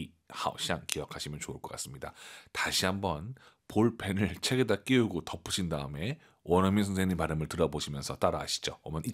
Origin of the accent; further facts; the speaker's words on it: Beijing, China; 저는 북경 출신이기 때문에 날 많이 썼습니다.